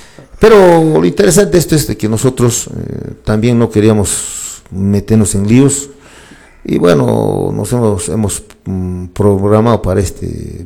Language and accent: Spanish; Calca, Cusco, Peru; a mi pueblo de Calca